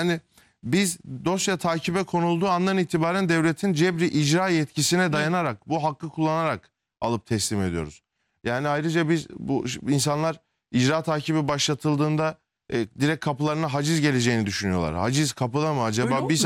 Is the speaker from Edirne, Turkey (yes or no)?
no; Adıyaman, Turkey; Adıyamanlıyım.